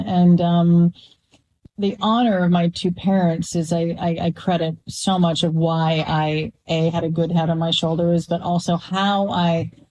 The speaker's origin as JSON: {"language": "English", "country": "Canada", "tie": "born or raised there", "said": "I was raised fully in Canada, indoctrinated to doubt everything in the U.S."}